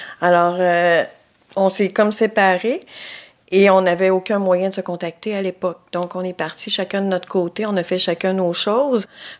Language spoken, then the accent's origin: French; Wendake, Quebec, Canada